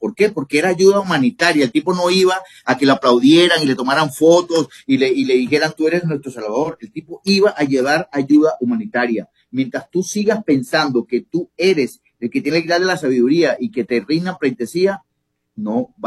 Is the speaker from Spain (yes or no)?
no; Costa Rica; yo me siento un costarricense orgulloso.